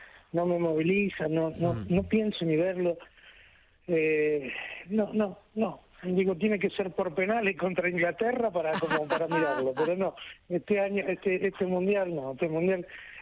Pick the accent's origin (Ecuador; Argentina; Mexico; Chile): Argentina